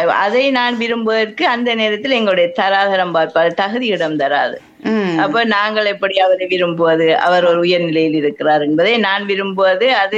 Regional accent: Muttur, Eastern Province, Sri Lanka; also born or lived in Trincomalee; திருமணம் முடிந்து நான் திருவோணமலைக்கு போய்விட்டேன். எனது ஊர் மூதூர். அங்கிருந்து ஒரு 3 வருடத்துக்கு பின் ஊருக்கு வருகிறேன்.

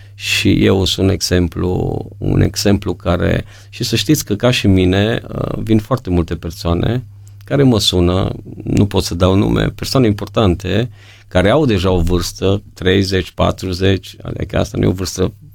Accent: Mireșu Mare, Maramureș County, Romania; Eu am crescut la Mireșul Mare

